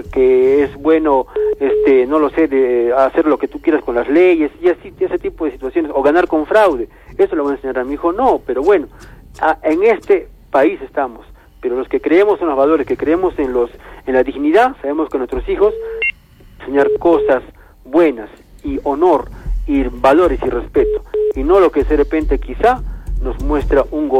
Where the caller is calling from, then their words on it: Peru; soy peruano